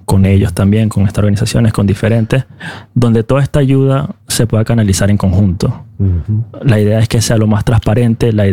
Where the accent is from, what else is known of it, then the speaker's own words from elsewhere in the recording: Venezuela; tuve la oportunidad como venezolano, fui a apoyar al evento que tuvieron ahí en Buxtabaya, 43.